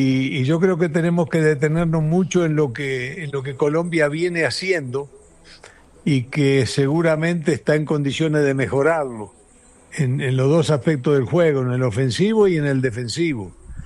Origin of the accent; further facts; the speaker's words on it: Uruguay; Yo soy uruguayo, me crié en un país que ha creído siempre y ha tenido una manera de jugar que no es una casualidad